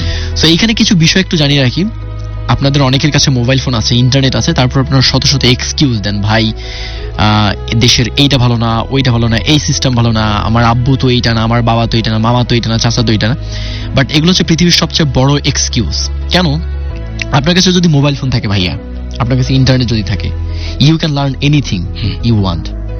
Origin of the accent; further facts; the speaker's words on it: Nilphamari, Rangpur Division, Bangladesh; আমার দেশের বাসা হচ্ছে নীলফামারীতে।